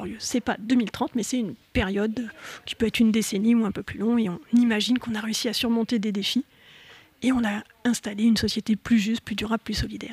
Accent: Metz, Grand Est, France; D'ailleurs, moi, je viens de Metz. Je suis venue en train ce matin

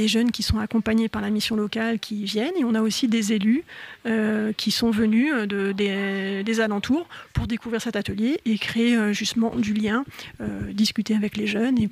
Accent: Metz, Grand Est, France; D'ailleurs, moi, je viens de Metz. Je suis venue en train ce matin et ça nous fait voyager.

